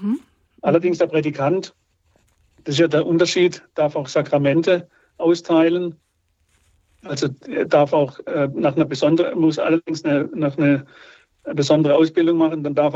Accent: Baden-Württemberg, Germany; ich stamme ja aus der Nähe von Freiburg

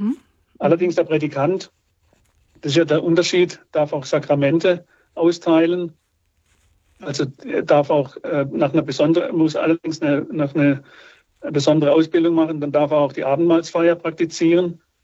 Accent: Freiburg, Baden-Württemberg, Germany; Ja, ich stamme ja aus der Nähe von Freiburg und wir haben da eine wunderschöne Marienkapelle, Maria zum guten Rat.

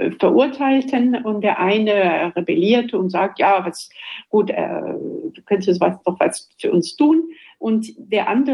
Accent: Belgium; Ich bin Belgierin. Ich bin Belgierin.

